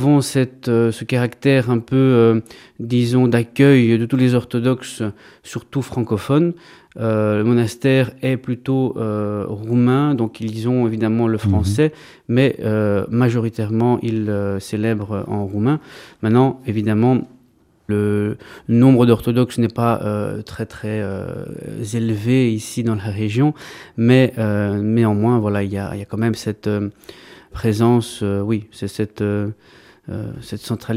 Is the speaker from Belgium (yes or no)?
yes; Brussels, Brussels-Capital Region, Belgium; also born or lived in Greece; Et donc, voilà, je suis né en Grèce moi-même, mais j'ai grandi ici en Belgique, à Bruxelles plus précisément.